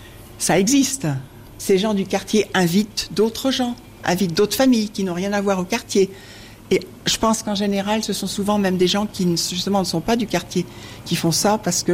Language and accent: French; France; Non, non. Moi, je suis française et mon mari est allemand.